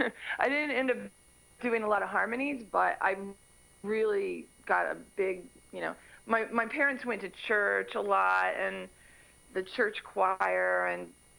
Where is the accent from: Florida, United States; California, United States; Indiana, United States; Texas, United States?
California, United States; Orange County; also born or lived in Long Beach; I was born in Long Beach, but I grew up in Orange County, south of Los Angeles.